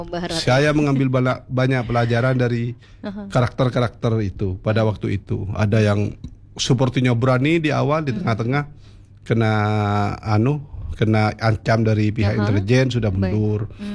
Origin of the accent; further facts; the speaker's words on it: Indonesia; born there; moved away as an adult; also born or lived in Jakarta; pulang ke desa saya di Blakpak.